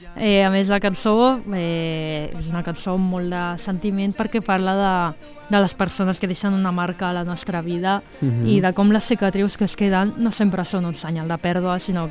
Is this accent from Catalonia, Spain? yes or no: yes; Sant Just Desvern, Catalonia, Spain; Jo m'estimo molt Sant Just, sóc d'aquí de tota la vida.